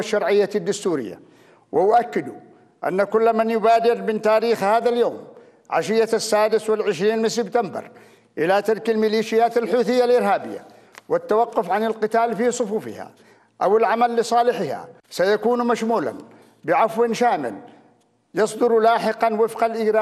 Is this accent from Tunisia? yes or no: no; Yemen